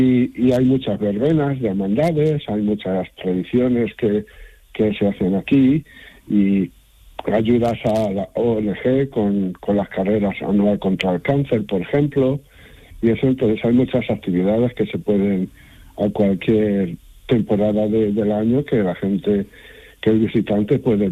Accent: Madrid, Community of Madrid, Spain; also born or lived in Scotland; now in Priego de Córdoba, Spain; Yo soy natural de Madrid y mi mujer es de Escocia.

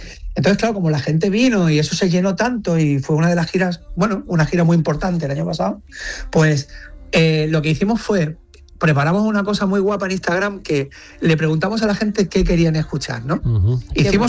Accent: L'Hospitalet de Llobregat, Catalonia, Spain; Soy nacido en Barcelona, soy de Hospitalet, catalán, de pura cepa, pero

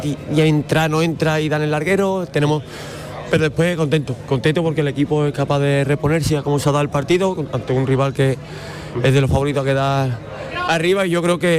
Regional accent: Huelva, Andalusia, Spain; Yo siempre cuando sale el calendario, pues soy de Huelva, y lo primero que hago es mirar el partido del Recre

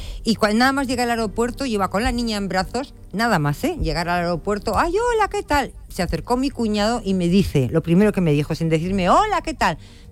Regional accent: Bilbao, Basque Country, Spain; Yo, como vasca que soy de Bilbao

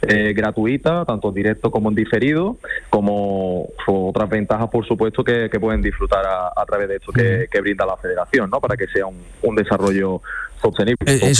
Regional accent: Andalusia, Spain

